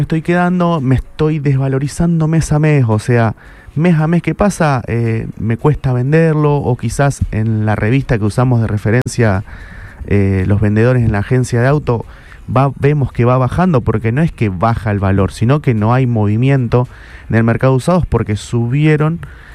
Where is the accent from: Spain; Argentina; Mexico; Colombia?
Argentina; Entre Ríos; now in Rosario, Argentina; nosotros como rosarinos, mira, me adopté porque yo soy Entre Ríos.